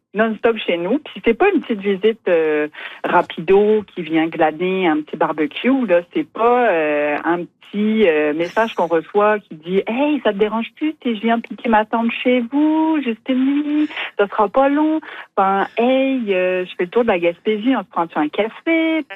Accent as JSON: {"language": "French", "country": "France", "lives_now": "Carleton-sur-Mer, Canada", "said": "C'est vrai, mais vous l'entendez dans mon accent, je suis pas forcément d'ici. Je suis, oui, habitante à Carleton-sur-Mer, mais je suis néo-gaspésienne. Et donc, ma famille, quand elle débarque de France, là, pour me voir, c'est difficile de dire non."}